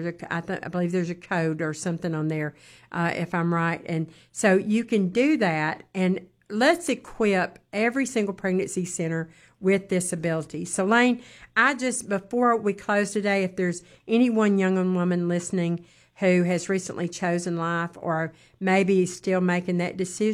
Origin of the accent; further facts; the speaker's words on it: Mississippi, United States; She's my Mississippi sister because, see, that's my home state. So we clicked right away.